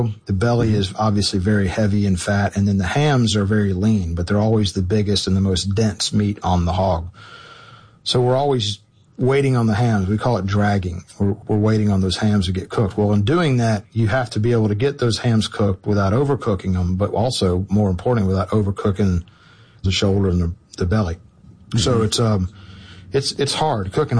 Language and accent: English; Memphis, Tennessee, United States; born there; I was born in Memphis. Our family farm, both my parents, both sides of my family are from Corinth, Mississippi.